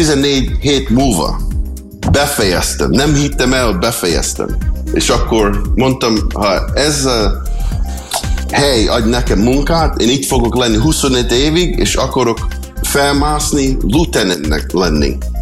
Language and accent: Hungarian; Hungary; now in United States; Én olyan boldog vagyok, hogy magyar vagyok.